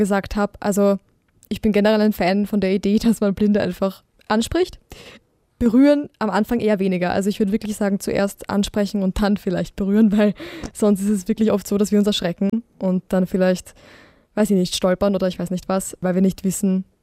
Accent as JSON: {"language": "German", "region": "Burgenland", "country": "Austria", "tie": "born or raised there", "said": "ich bin im Burgenland aufgewachsen und wohne auch immer noch dort"}